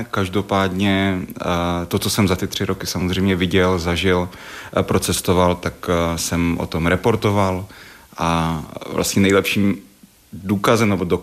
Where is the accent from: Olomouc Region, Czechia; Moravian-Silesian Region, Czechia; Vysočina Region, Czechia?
Moravian-Silesian Region, Czechia; Krásné Pole; moved away as an adult; Má manželka je přes kopec z Velké Polomy, já jsem z Krásného Pole